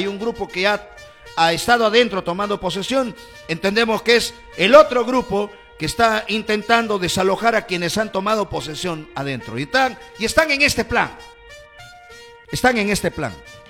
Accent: Peru; Yo, como ciudadano elector del Perú

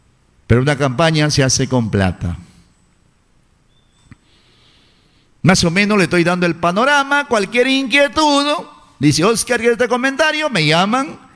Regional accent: La Peca, Amazonas, Peru; Hoy en La Peca, en mi tierra

